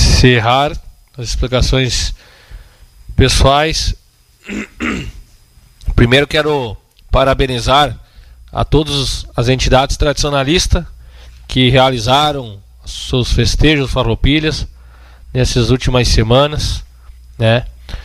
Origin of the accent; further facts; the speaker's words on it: Rio Grande do Sul, Brazil; sou brasileiro, mas não antes de ser gaúcho.